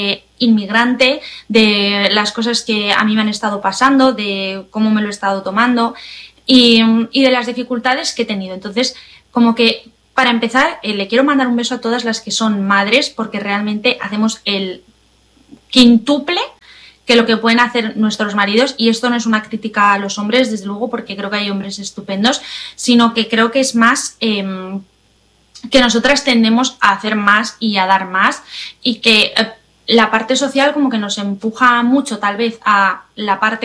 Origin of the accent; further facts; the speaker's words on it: Spain; moved away as an adult; now in United States; yo soy madre, aquí soy española, pero viviendo en Estados Unidos, si no me conoces, y llevo aquí casi 4 años.